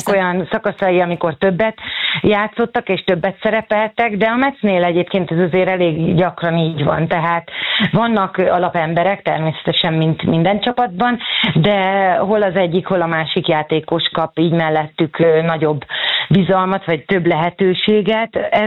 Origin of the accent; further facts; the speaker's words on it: Hungary; mert természetesen magyarként annak örültünk volna, hogyha Győr nyeri ezt a Bajnokok Ligáját